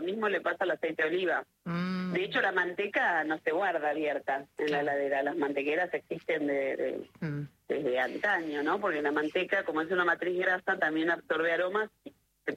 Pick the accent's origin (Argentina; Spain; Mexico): Argentina